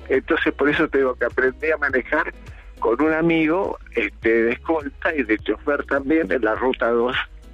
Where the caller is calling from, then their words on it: Buenos Aires, Argentina; De Almagro